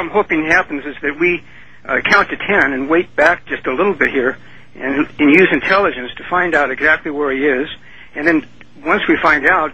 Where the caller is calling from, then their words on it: Rancho Santa Fe, California, United States; Yeah, I'm in Rancho Santa Fe, California.